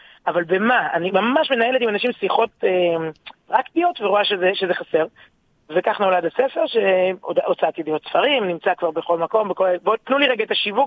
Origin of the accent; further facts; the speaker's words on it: Ramat HaSharon, Tel Aviv District, Israel; born there; כנערה באמת בתיכון מצטיין ברמת השרון